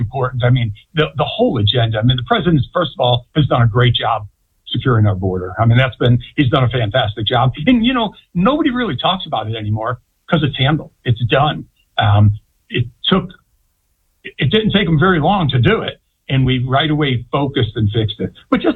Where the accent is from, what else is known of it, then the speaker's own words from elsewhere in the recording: Florida, United States; I grew up in Central Florida my entire adult life. I founded and started my business right here in Central Florida.